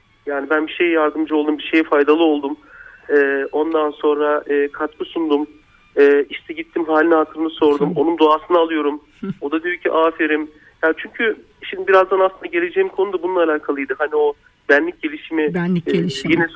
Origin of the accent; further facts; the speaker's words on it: Çukurova, Turkey; ben Çukurova tarafında işte oralıyım